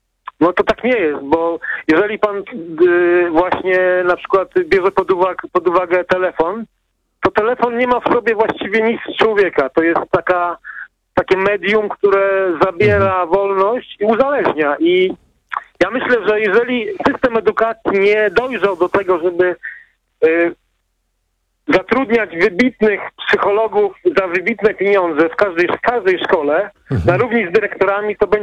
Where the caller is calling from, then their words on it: Gdańsk, Pomeranian Voivodeship, Poland; Dobry wieczór, dzwonię z Gdańska, z Kaszub.